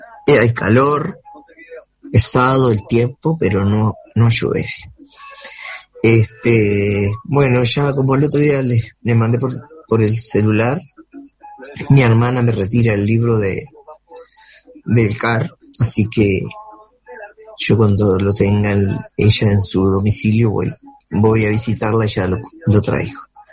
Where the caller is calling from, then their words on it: Estación González, San José, Uruguay; por acá, por Estación González